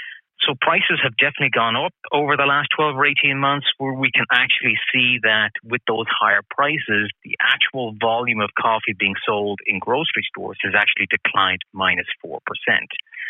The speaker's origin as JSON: {"language": "English", "country": "Canada", "said": "I think as Canadian shoppers"}